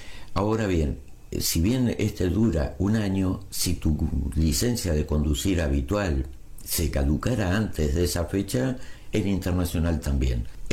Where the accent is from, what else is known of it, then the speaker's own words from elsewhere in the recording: Argentina; now in Spain; en mi país, en Argentina